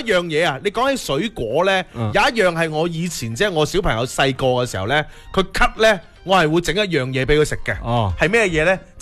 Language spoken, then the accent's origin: Cantonese; Foshan, Guangdong, China; 就喺我哋佛山街上边咧就话，馒头夹面，碳水夹碳水，正啊！